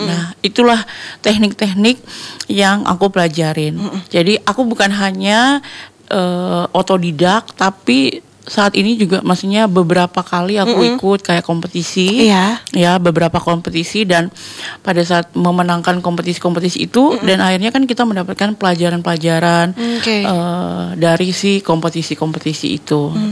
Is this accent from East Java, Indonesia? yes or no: no; Papua, Indonesia; Dan waktu itu aku Papua, istilahnya Indonesia Timur, mm-hmm. satu-satunya, okay. yang bisa lolos